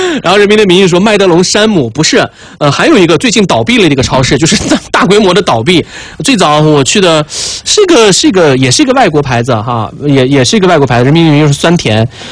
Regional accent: Xinjiang, China; born there; also born or lived in Shandong (ancestral) / Xuchang, Henan (mother's home); now in Sichuan, China; 因为我也是北方人，我家是山东的，祖籍是山东的，出生在新疆

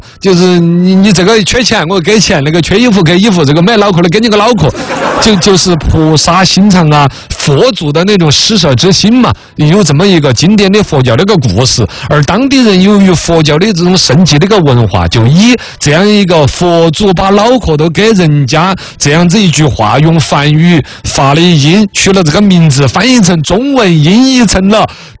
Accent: Chengdu, Sichuan, China; 我们成都

